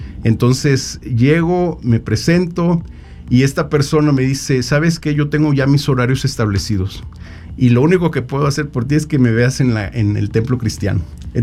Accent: Tabasco, Mexico; moved away as an adult; also born or lived in Mexico City; Yo tenía años viviendo en la Ciudad de México. Yo no soy de la Ciudad de México. Nací allá, pero viví muchos años en Tabasco. Yo me considero de Tabasco porque allá viven mis padres, porque allá estudié todo hasta la prepa. Uh-huh. Y migré a la Ciudad de México

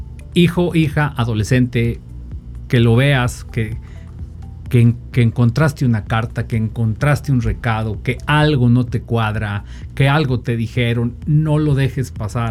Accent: Mexico; yo también como mexicano

